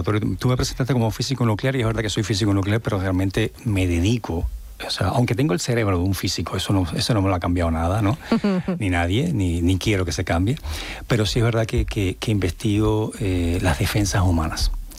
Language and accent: Spanish; Cuba; O sea, yo soy cubano